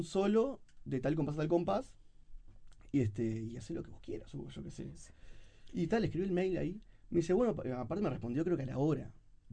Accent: Uruguay; born there

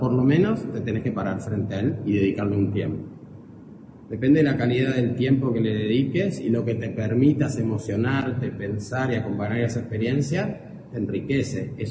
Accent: Montevideo, Uruguay; yo soy de Montevideo

